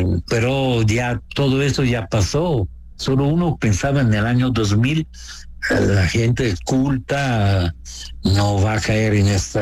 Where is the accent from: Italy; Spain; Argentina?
Italy; Spanish is a second language; pero yo soy italiano y te pido de perdonarme.